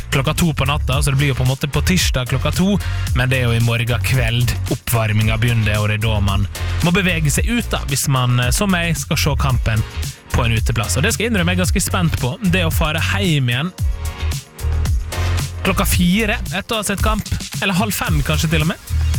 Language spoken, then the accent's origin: Norwegian; Larsnes, Møre og Romsdal, Norway; da jeg vår en tur hjemme på Sunnmøre, på Larsnes I heimbygda mi.